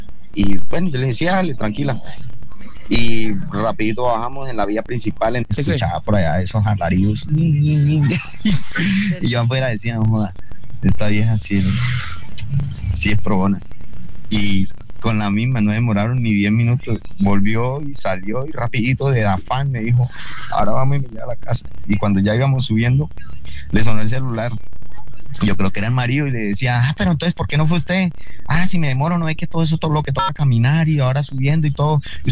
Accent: Bucaramanga, Santander, Colombia; Bucaramanga.

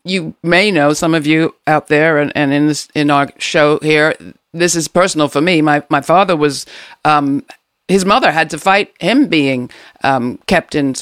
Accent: England, United Kingdom; moved away; where I grew up in England

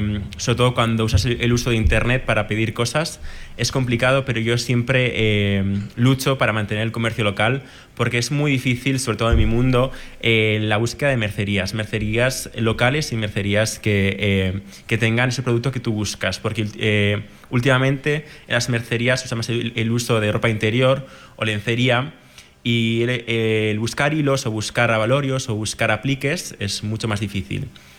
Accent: Gallipienzo, Navarre, Spain; born or raised there

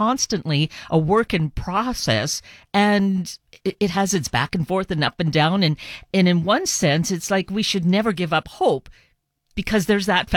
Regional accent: Canada; now in United States; I am an immigrant. I grew up in Canada, but I've lived most of my life here now.

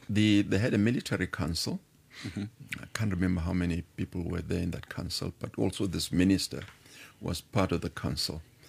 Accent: Johannesburg, Gauteng, South Africa; born there; first language Zulu; English is a second language; moved away; also born or lived in Lesotho / Cape Town; moving from my Soweto environment, Lesotho, where often I was perceived as a foreigner.

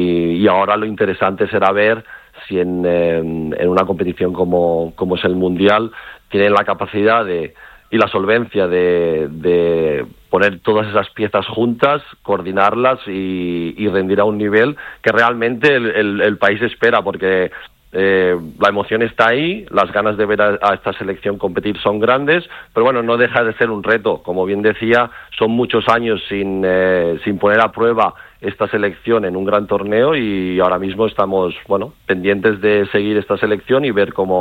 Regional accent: Catalonia, Spain; moved away; Y todo y que soy catalán, como bien dices, sí que tengo grandes influencias durante estos 20 años de la sociedad escandinava

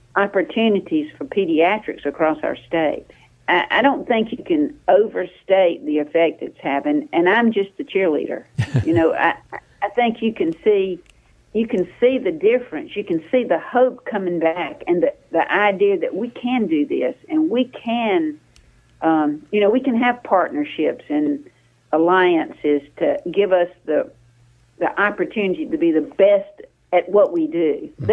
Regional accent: Sandersville, Georgia, United States

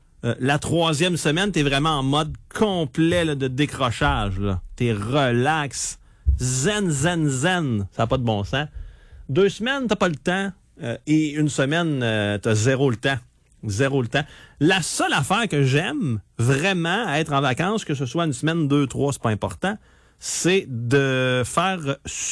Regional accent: Thetford Mines, Quebec, Canada; à Thetford. Ça, c'est mon patelin, là, c'est mon chez-moi.

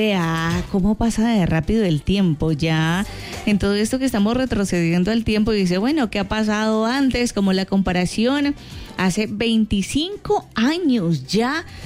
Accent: Bolívar, Cauca, Colombia; En mi pueblo, en Los Milagros, Bolívar, Cauca

